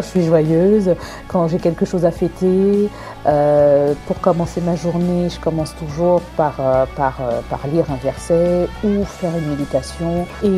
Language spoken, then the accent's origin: French; Martinique; je suis originaire de Madinina, alias la Martinique. Je dirais simplement que la Martinique, mon île, me manque énormément